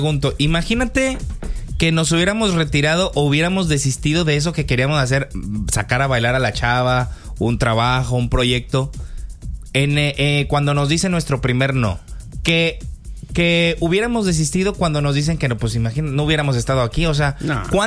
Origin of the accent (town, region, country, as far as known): Mexico